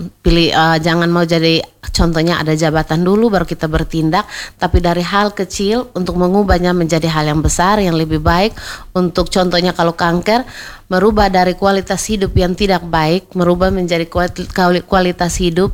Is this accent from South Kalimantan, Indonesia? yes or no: no; East Nusa Tenggara, Indonesia; kita orang NTT rasa malunya tinggi.